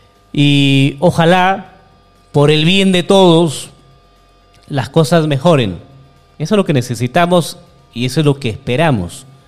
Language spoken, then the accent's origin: Spanish; Peru